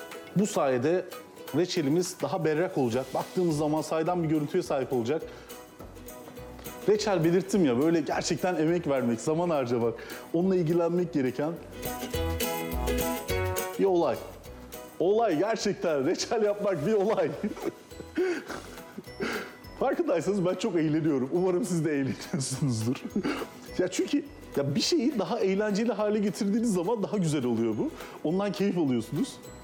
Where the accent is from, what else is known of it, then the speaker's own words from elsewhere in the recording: Adana, Turkey; bir Adanalı olarak